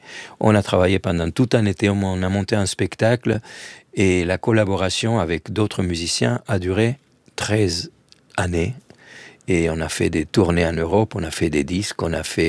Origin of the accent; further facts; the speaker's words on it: Argentina; French is a second language; moved away as an adult; also born or lived in Paris; now in Strasbourg, France; j'ai quitté l'Argentine pour faire que de la musique classique